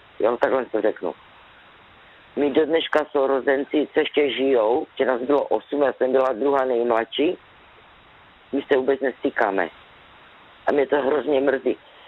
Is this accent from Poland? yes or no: yes; Poland; Czech is a second language; protože jsem od Polska a jsem žádala ve práci.